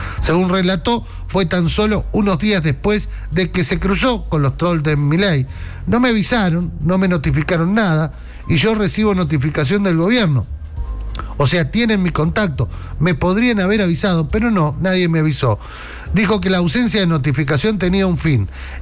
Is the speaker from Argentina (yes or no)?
yes; Argentina; nosotros somos argentinos